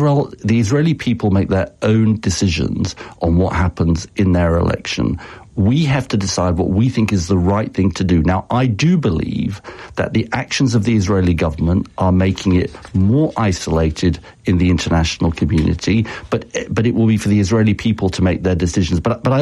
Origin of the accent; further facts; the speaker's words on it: United Kingdom; Well, I speak, Justin, as a British Jew